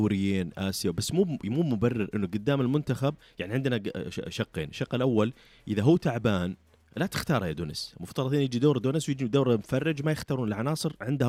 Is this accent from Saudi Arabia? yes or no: yes; Saudi Arabia